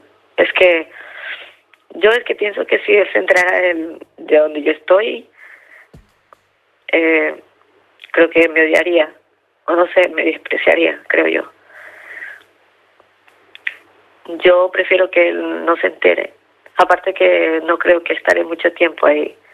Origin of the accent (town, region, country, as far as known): Venezuela